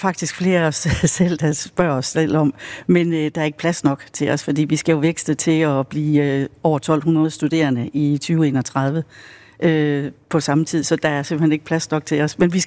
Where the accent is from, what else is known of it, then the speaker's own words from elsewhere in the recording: Vejle, Region of Southern Denmark, Denmark; Jeg er en stolt vejlenser